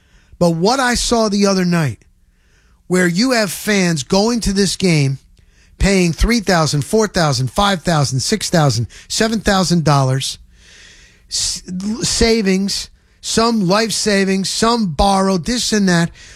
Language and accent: English; New Jersey, United States; And listen, I grew up in North Jersey.